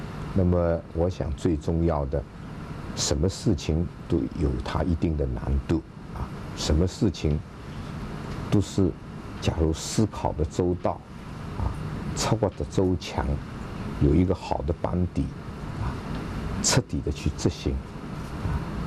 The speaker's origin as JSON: {"language": "Chinese", "country": "China", "said": "当然这个我是中国人，我希望这个我们国家将来更好"}